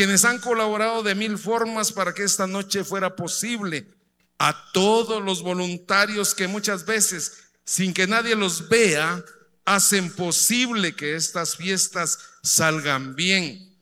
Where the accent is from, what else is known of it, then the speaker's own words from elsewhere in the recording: San Pedro Sacatepéquez, Guatemala; a querer esta tierra, a respetar nuestras tradiciones, a sentirse orgullosos de decir, yo soy de San Pedro Zacatepeques